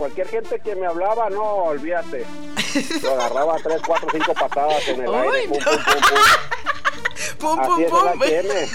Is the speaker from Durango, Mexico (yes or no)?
no; Guadalajara, Jalisco, Mexico; Y arriba Guadalajara, Jalisco, que esa es mi tierra.